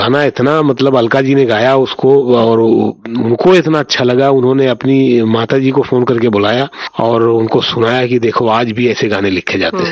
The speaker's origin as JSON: {"language": "Hindi", "town": "Surat", "region": "Gujarat", "country": "India", "moved": "as an adult", "lives_now": "Mumbai, India", "said": "तो मैं सूरत से मुंबई आ गया 2001 फरवरी में।"}